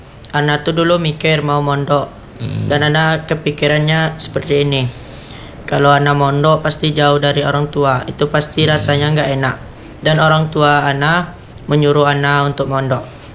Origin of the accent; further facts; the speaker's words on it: Riau, Indonesia; kalau saya aslinya dari Indragiri Hulu.